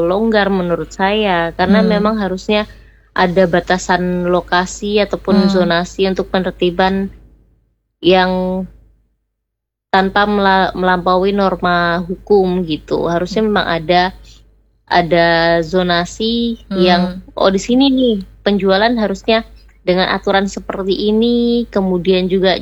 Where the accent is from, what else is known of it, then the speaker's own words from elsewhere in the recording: Manokwari, West Papua, Indonesia; Contohnya karena memang saya orang Manokwari ya kak, kemarin balik ke Manokwari